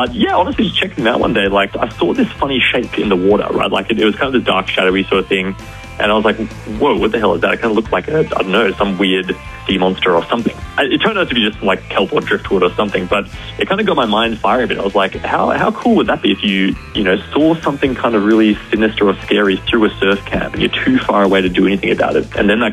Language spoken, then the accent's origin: English; Byron Bay, New South Wales, Australia; I grew up in Byron Bay, surfing every day before school, surfing the local board riders comps